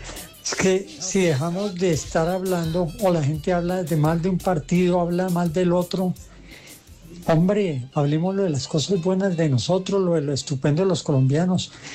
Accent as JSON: {"language": "Spanish", "country": "Colombia", "said": "De todas maneras, somos colombianos todos y aquí estamos."}